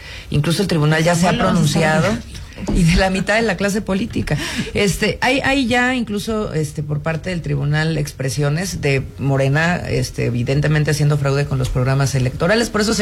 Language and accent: Spanish; Querétaro, Mexico; born there; yo soy queretana de nacimiento